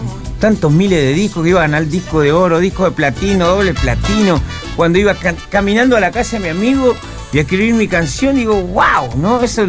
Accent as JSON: {"language": "Spanish", "country": "Argentina"}